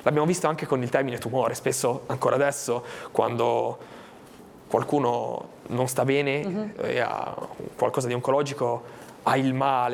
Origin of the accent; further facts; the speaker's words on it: Albenga, Liguria, Italy; E prima il nostro comune di Albenga, noi siamo di Albenga